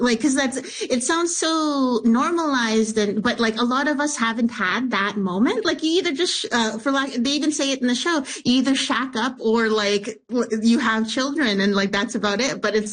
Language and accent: English; Winnipeg, Manitoba, Canada; Well, I'm biased because I'm from Winnipeg, and Winnipeg has always been like a magical city for me.